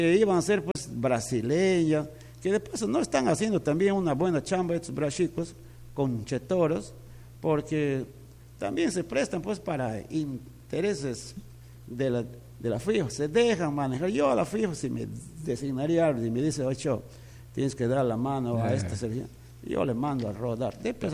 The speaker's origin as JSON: {"language": "Spanish", "country": "Spain", "said": "como yo soy español, sí, sé pronunciar exactamente"}